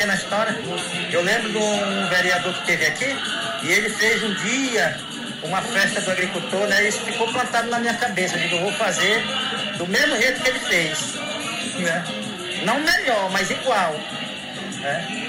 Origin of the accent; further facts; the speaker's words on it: Japurá, Brazil; Para mim também, que eu sou do campo, né? Eu nasci na agricultura, vim lá do Japurá, né?